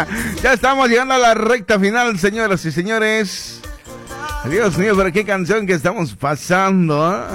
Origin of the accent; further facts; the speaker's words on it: Gutiérrez, Santa Cruz, Bolivia; now in Buenos Aires, Argentina; Allá en mi tierra natal, Gutiérrez, Santa Cruz, Camiri.